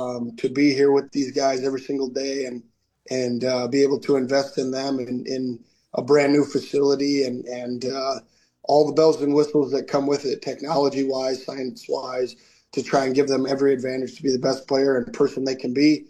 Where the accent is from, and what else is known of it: Minnesota, United States